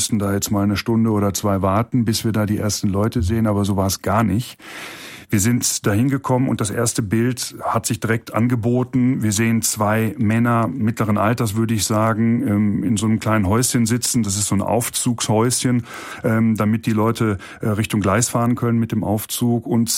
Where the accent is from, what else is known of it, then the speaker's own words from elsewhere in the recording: Cologne, North Rhine-Westphalia, Germany; ich bin Kölner Bürger auch, ja.